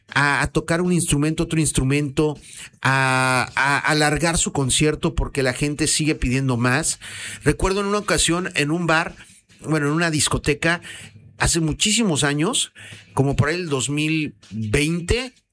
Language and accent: Spanish; Mexico; nuestra cultura tradicional mexicana